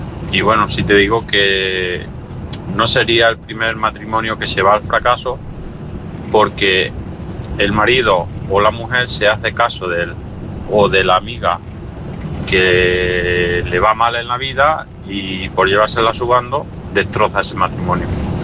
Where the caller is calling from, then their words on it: Ciudad Real, Castilla-La Mancha, Spain; de Ciudad Real.